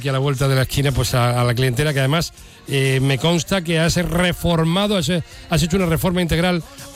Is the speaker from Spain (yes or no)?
yes; Huelva, Andalusia, Spain; somos españoles, onubenses, somos serranos